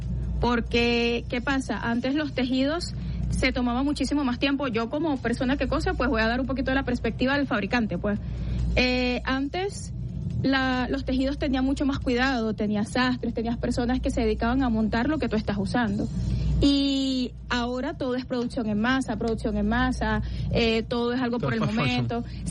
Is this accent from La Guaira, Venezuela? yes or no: yes; La Guaira, Venezuela; moved away as an adult; now in Caracas, Venezuela; yo soy guaireña, mi familia lo es, me criaron en La Guaira, toda la vida viví allí hasta que fui ya más adulta y ya me mudé para acá, para Caracas.